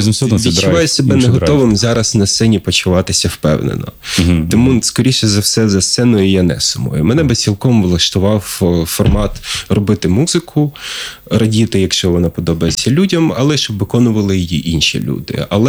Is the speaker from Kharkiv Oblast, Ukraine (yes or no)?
no; Uzhhorod, Zakarpattia Oblast, Ukraine; now in Kyiv, Ukraine; я родом з Ужгорода